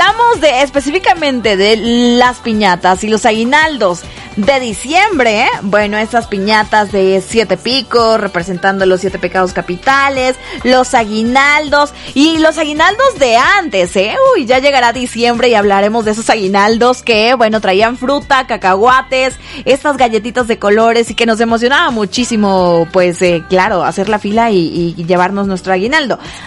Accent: Mexico

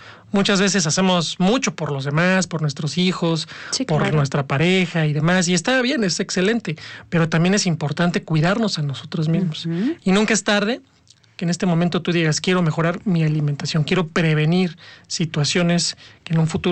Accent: Mexico; no es en lo absoluto hablar mal de nosotros como mexicanos

